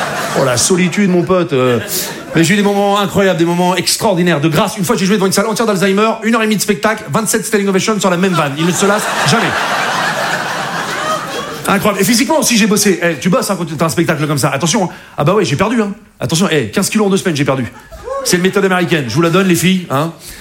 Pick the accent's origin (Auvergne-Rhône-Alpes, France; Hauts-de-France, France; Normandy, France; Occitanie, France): Normandy, France; Rouen; Parce que je viens de Rouen, c'est la Normandie, c'est chez moi, voilà.